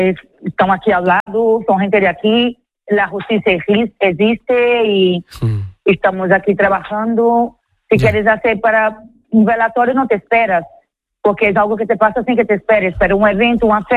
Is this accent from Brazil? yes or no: yes; São Luís, Maranhão, Brazil; Spanish is a second language; now in Spain; Sí, soy de Brasil, pero hace 20 años que estoy aquí